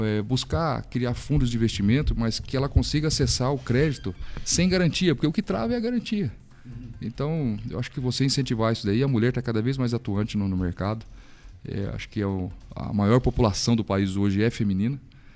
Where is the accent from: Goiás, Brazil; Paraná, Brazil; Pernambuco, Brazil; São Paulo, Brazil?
Paraná, Brazil; Nós somos brasileiros paranaenses, mas moramos em uma cidade.